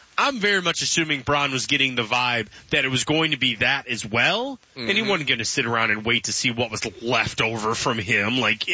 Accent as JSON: {"language": "English", "town": "Akron", "region": "Ohio", "country": "United States", "said": "Because I'm not from Cleveland, I'm from Akron."}